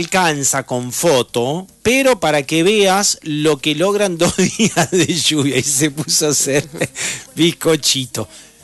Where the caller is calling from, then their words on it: Loma Hermosa, Buenos Aires Province, Argentina; de Loma Hermosa, San Martín, Buenos Aires, ¿eh?